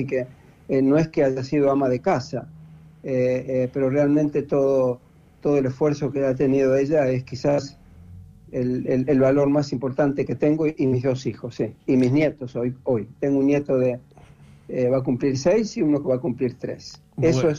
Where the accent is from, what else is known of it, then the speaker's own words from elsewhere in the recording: Argentina; now in Norway; ya hace 38 años que vivo en Noruega y hace 33 que soy noruego y pude mantener el pasaporte argentino